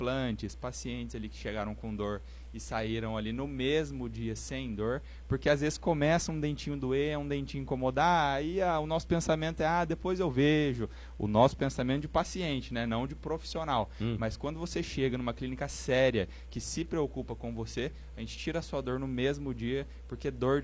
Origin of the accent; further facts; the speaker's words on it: Pindamonhangaba, São Paulo, Brazil; eu sou de Moreira César, eu moro lá